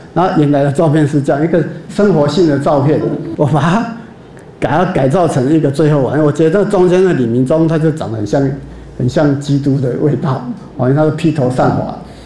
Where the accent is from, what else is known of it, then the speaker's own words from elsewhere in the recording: Keelung, Taiwan; 这个是我基隆海边，我小时候住在那个巷子里面，征兵渔港哈。